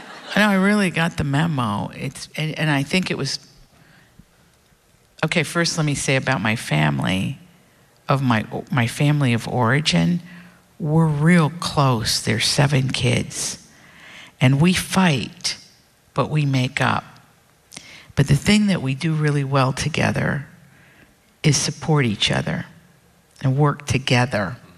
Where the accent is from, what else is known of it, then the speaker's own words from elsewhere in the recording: Appalachia, United States; I'm an Appalachian.